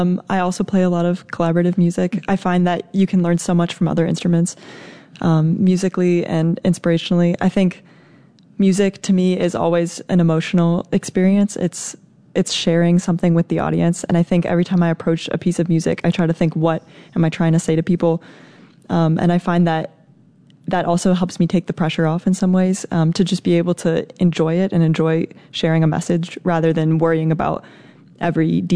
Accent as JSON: {"language": "English", "region": "New York", "country": "United States", "moved": "yes", "lives_now": "Michigan, United States", "said": "I'm from New York"}